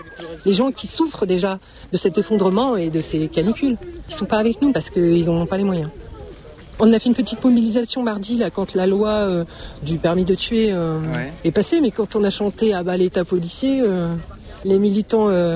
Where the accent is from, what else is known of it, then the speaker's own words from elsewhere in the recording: Le Havre, Normandy, France; Bah exactement, je viens du Havre et ce méga canal nous concerne aussi